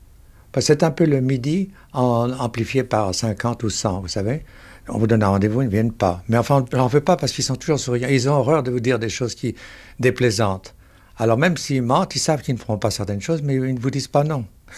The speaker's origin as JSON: {"language": "French", "country": "France", "said": "je n'étais jamais sorti de France, je n'ai même pas été à Monte-Carlo ou en Belgique"}